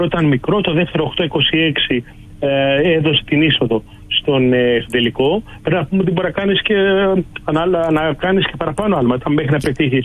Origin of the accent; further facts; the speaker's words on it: Greece; δεν το λέμε εμείς έτσι ως Έλληνες.